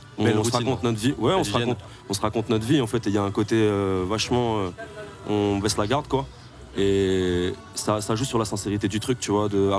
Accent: Metz, Grand Est, France; Moi, je suis un mec de Metz. On est frontalier avec la Belgique. On vient de Bassin-Minier tous les deux. On est blanc, on vient d'une classe sociale moyenne

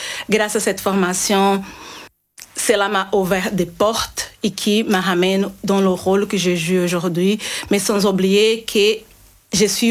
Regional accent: Brazil; French is a second language; moved away as an adult; now in Belgium; je suis originaire du Brésil. Et je suis en Belgique depuis un petit peu de temps.

